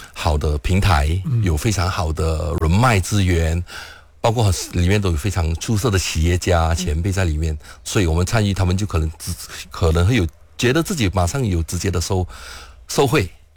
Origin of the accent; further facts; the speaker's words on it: Malaysia; 我们马来西亚